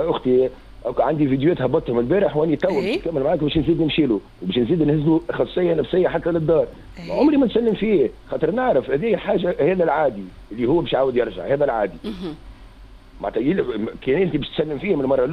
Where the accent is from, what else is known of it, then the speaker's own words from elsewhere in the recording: Tunisia; نحن عندنا عقليه في تونس